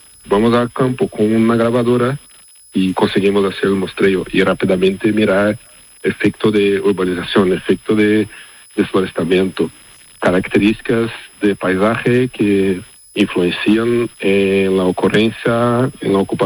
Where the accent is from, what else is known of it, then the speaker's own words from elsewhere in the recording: Brazil; Spanish is a second language; Yo estaba en máster en Brasil, yo soy brasileño.